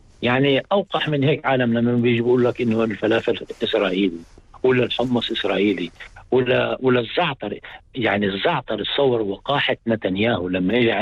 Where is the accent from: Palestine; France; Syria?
Palestine; now in Catalonia, Spain; أنا طبعا من زي بتعرف كفلسطيني